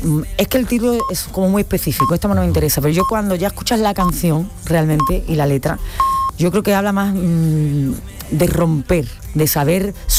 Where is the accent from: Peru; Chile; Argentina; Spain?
Spain; Seville, Andalusia; De mi tierra, es que es mi tierra, entonces es claro, casa, ¿no? Es mi casa